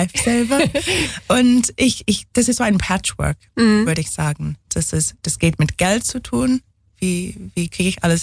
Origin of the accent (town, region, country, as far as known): England, United Kingdom; German is a second language; moved away as an adult; now in Ulm, Germany